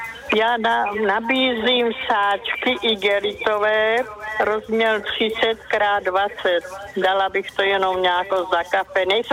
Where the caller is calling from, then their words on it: Jaroměř, Hradec Králové Region, Czechia; Od Jaroměře.